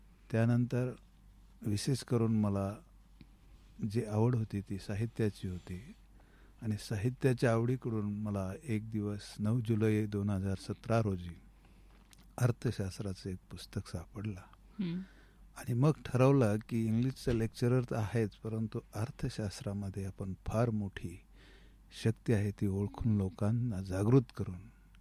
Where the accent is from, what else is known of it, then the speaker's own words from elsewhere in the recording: Ahilyanagar district, Maharashtra, India; also born or lived in Pune; माझं बालपण हे अहिल्यानगरमधील पाथर्डी तालुका मधील मोहजदेवडे या गावी झालेलं आहे। प्रायमरी शिक्षण 7वीपर्यंत तिथे झालं